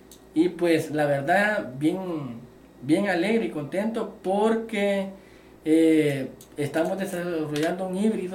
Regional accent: El Salvador; yo siento que como salvadoreños y agricultores que tenemos en el campo

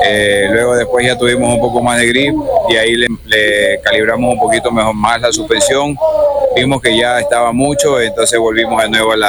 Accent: Coast, Ecuador; yo como costeño me coge un poquito de altura

